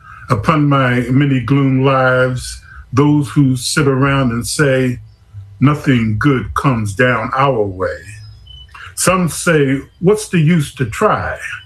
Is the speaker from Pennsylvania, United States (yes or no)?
yes; Philadelphia, Pennsylvania, United States; now in Texas, United States; I'm always ready to go to war because I'm straight up from North Philly, even though I'm living here in Texas.